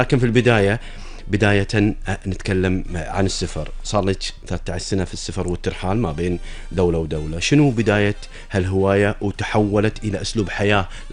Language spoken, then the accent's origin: Arabic; Kuwait; لكن الكويت مهما كانت درجات الحرارة فيها نحبها، بحرها، بلاهوبها، برطوبتها، أرضنا وديرتنا مالنا غنى عنها، نحبها مهما كانت.